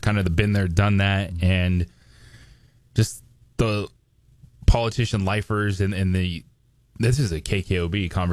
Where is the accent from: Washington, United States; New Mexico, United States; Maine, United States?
New Mexico, United States; and again, I'm from New Mexico. I've grown up here.